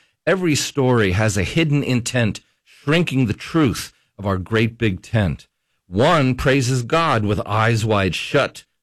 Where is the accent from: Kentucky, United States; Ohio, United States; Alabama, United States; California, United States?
Kentucky, United States; born there; my home state here